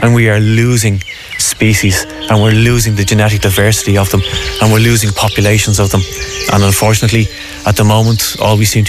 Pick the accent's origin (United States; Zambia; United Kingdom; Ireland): Ireland